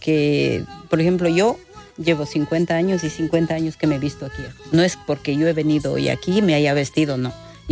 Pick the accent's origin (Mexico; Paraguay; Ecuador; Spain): Ecuador; Imbabura; nosotros en, digamos, en la zona de Imbabura, todo, hablamos el quichua.